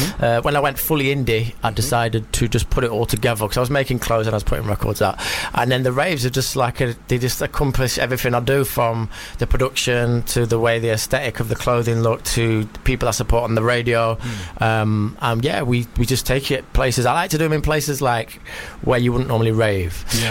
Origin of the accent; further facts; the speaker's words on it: Sheffield, Yorkshire and the Humber, United Kingdom; moved away; I'm from Sheffield